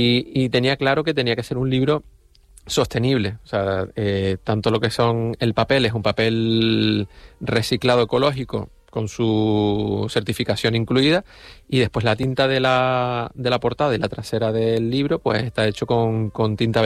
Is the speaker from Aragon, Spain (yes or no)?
no; Güímar, Canary Islands, Spain; moved away; en Güímar, hace muchos años que yo no vivo en Güímar, y tampoco es que vaya todos los días para Güímar, ni mucho menos, pero uno se siente güimarero